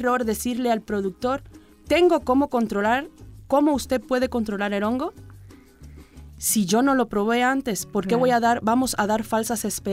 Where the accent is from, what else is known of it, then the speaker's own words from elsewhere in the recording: Cuba; moved away; como decimos en Cuba, de donde yo vengo